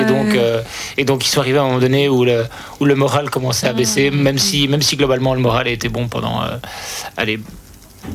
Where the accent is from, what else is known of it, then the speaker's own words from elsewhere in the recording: Brussels, Brussels-Capital Region, Belgium; Je suis bruxellois à la base. Je suis bruxellois à la base.